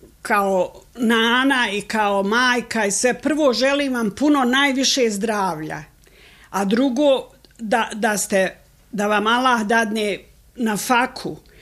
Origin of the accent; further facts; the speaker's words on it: Vogošća, Federation of Bosnia and Herzegovina, Bosnia & Herzegovina; born or raised there